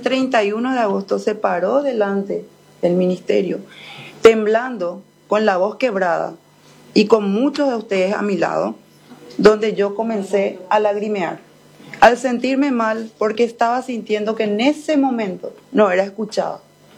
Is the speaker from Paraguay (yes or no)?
yes; Paraguay; como médico paraguayo, como madre, como mujer, como hija